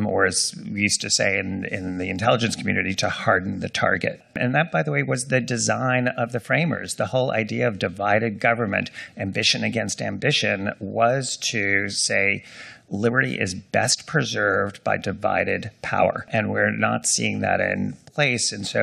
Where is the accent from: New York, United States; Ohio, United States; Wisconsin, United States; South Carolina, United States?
New York, United States; also born or lived in Washington, D.C.; I'm an inveterate New Yorker